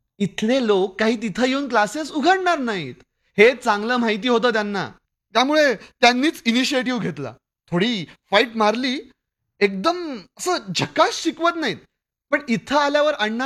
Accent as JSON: {"language": "Marathi", "town": "Jhansi", "region": "Uttar Pradesh", "country": "India", "second_language": "Marathi", "said": "मी झाशीचा."}